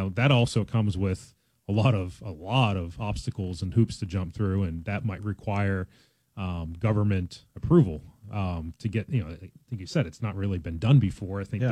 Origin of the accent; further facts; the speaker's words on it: Buffalo, New York, United States; They didn't have them in Buffalo. And I came from Buffalo down here.